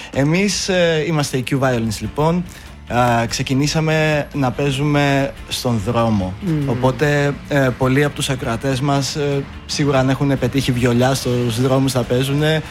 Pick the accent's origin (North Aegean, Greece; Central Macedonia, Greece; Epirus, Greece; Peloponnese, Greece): Central Macedonia, Greece; Thessaloniki; Εμείς μεγαλώσαμε και γεννηθήκαμε στη Θεσσαλονίκη.